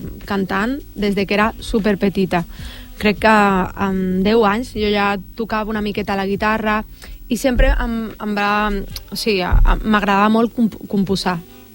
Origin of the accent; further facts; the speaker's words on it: Málaga, Andalusia, Spain; Catalan is a second language; la manera de pronunciar és molt diferent a l'andalús, precisament, perquè jo vinc de Màlaga i em va costar molt la sonoritat